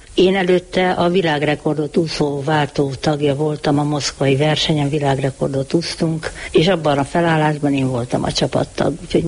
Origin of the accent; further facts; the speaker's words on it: Szeged, Csongrád-Csanád, Hungary; moved away as an adult; 23 éves koromig Szegeden laktunk